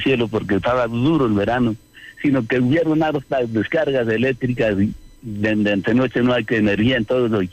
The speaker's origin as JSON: {"language": "Spanish", "region": "Boyacá", "country": "Colombia", "tie": "born or raised there", "said": "somos conocidos en el acento que hablamos y todo, mejor dicho, es una bendición ser boyacenses"}